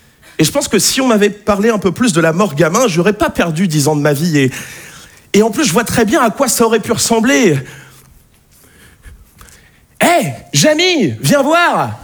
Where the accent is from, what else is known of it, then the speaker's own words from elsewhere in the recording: Nouvelle-Aquitaine, France; Je viens d'un petit village de Charente, de 300 habitants